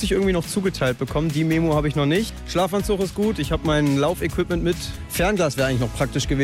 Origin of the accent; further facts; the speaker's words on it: Northern Germany, Germany; ich bin Norddeutsch. Da ist auch nicht so viel auf dem Land.